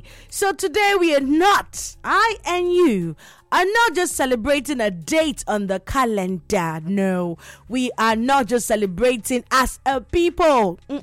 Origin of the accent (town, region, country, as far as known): Nigeria